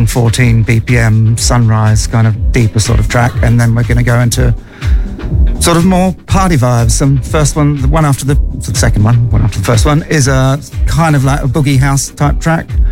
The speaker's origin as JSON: {"language": "English", "town": "Brisbane", "region": "Queensland", "country": "Australia", "moved": "as an adult", "lives_now": "Bristol, United Kingdom", "said": "So I'm originally from Brisbane in Australia. Yesterday was actually 22 years that I've lived in Bristol"}